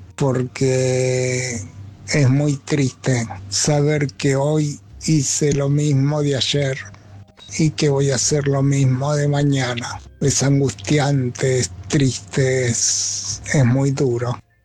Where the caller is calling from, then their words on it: Buenos Aires, Argentina; les habla aquí que Caballito.